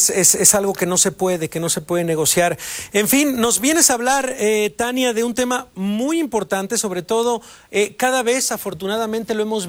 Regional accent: Poza Rica, Veracruz, Mexico; Para gran parte de mi infancia la viví en Poza Rica, Veracruz

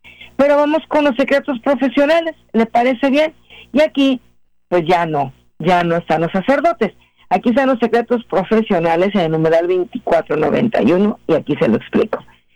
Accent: Mexico City, Mexico; Yo nací en la Ciudad de México, orgullosamente soy chilanga.

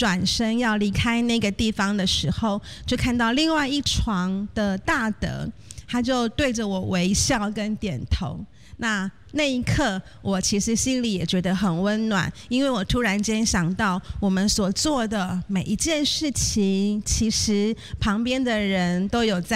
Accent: Da'an District, Taipei, Taiwan; 我是来自于大安区

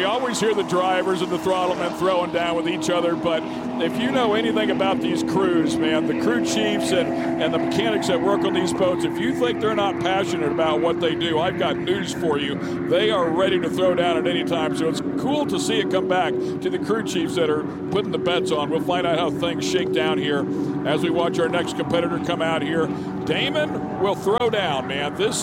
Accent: Florida, United States; Born and raised in Central Florida.

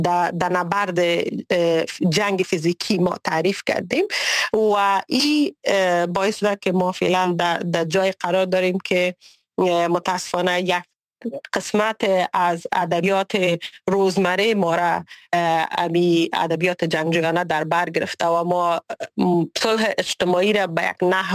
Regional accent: Afghanistan; با وجودی که ما یکی از جوانای بودیم که در خانواده تحصیل کرده بزرگ شدیم، متاسفانه در فضای اجتماعی افغانستان ما نتونستیم که مزه صلح پایدار بچشم

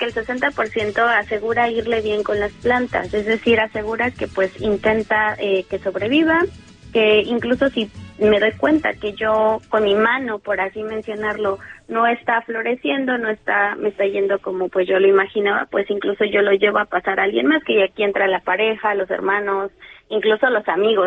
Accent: Mexico; ¿Cómo nos relacionamos los mexicanos con las plantas?

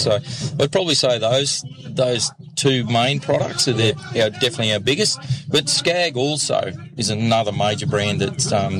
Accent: Tamworth, New South Wales, Australia; also born or lived in Caloundra / Charleville; now in Toowoomba, Australia; not born and bred in Toowoomba, no. I'm a Tamworth boy, actually, so I come up from Tamworth years ago. Lived in Caloundra for a number of years, and we moved to Toowoomba roughly 18 years ago.

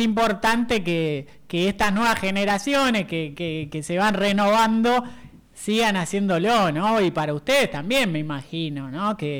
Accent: Argentina; como argentino que siempre lucha por esa causa

